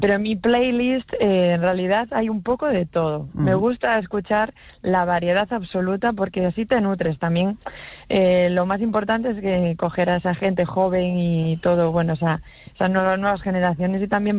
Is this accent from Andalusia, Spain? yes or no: no; Vigo, Galicia, Spain; porque yo soy de Vigo, la chelista es de Vigo, todos somos sí. gallegos